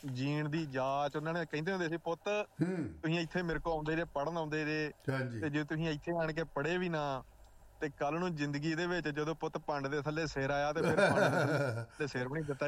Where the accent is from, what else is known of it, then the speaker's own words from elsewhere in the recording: Panjgrain, Punjab, India; born there; ਮੈਂ ਪਿੰਡ ਮੇਰਾ ਨਗਰ ਪੰਜਗਰਾਈਆਂ ਜਿੱਥੇ ਮੈਂ ਜੰਮਿਆ ਵਾਂ।